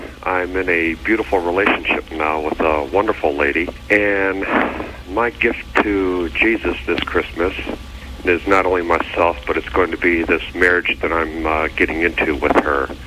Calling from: Detroit, Michigan, United States; I'm calling from Detroit, Michigan.

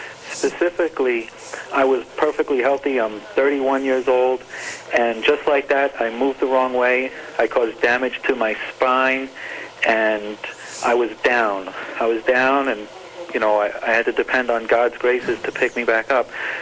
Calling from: Rockaway, New Jersey, United States; I'm calling from a hospital in Rockaway, New Jersey right now.

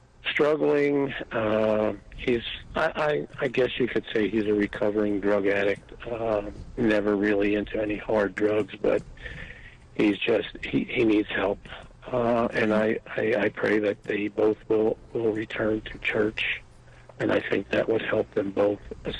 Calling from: Trenton, New Jersey, United States

